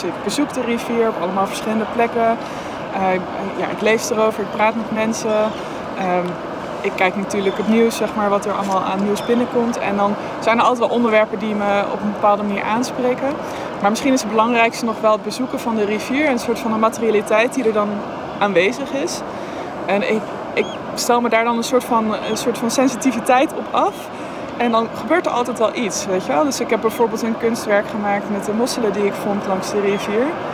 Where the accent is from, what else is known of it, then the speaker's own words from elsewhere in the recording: Netherlands; Ik als Nederlander